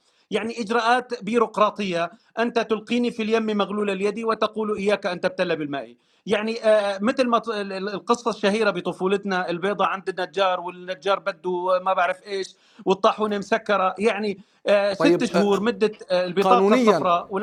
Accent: Syria; also born or lived in Egypt; now in United States; أنا كسوري مقيم في جمهورية مصر العربية بدافع الدراسة والتبادل الثقافي

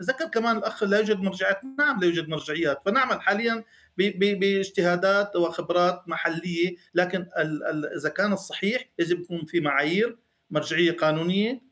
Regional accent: Syria; ما كنا نتوقع كسوريين أن يكون التشكيل الحكومي

